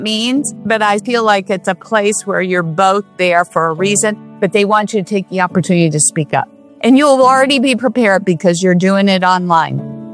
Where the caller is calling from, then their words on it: California, United States; California.